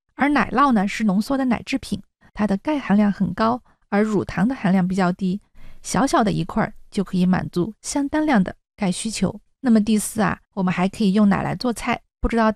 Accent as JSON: {"language": "Chinese", "region": "Yunnan", "country": "China", "said": "咱们云南人饮食上的两个短板"}